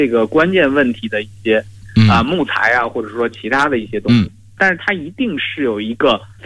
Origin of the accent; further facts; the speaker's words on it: China; 我们中国人